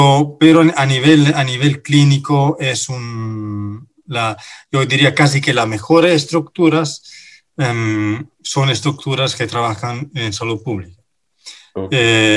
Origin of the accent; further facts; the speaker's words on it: Italy; now in Chile; dueño era un italiano y ahí comimos un buen plato de pasta porque para que yo no extrañara demasiado mi tierra.